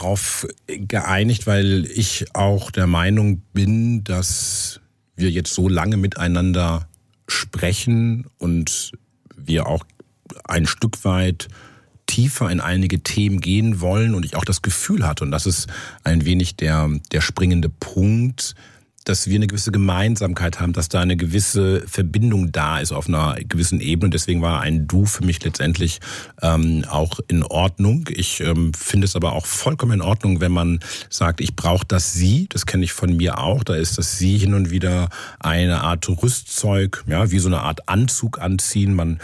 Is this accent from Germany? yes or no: yes; Timmel, Lower Saxony, Germany